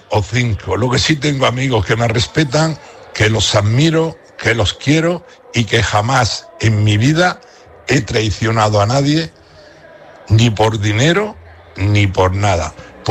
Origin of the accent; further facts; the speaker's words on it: Huércal-Overa, Andalusia, Spain; yo soy de Huercahuera, Almería, el mayor de 12 hermanos, que pasaba hambre que Tarzán.